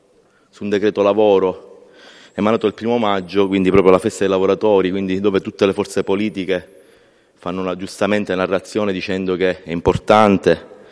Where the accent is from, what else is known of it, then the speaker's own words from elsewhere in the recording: Casteldaccia, Sicily, Italy; quando torno a casa a Casteldaccia, nel piccolo paesino di provincia, in provincia di Palermo